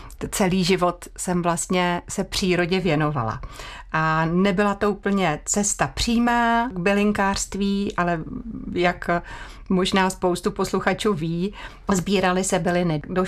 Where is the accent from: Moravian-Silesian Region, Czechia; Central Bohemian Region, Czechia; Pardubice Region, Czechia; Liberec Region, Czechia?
Liberec Region, Czechia; Paseky nad Jizerou; now in Prague, Czechia; jsem se narodila v Pasekách. To je rozmezí Jizerských hor a Krkonoš. Jsem opravdu křtěná Jizerou.